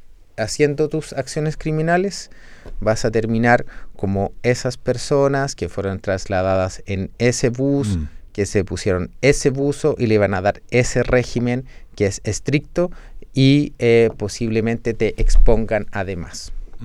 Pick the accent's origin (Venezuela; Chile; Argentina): Chile; Nosotros como chilenos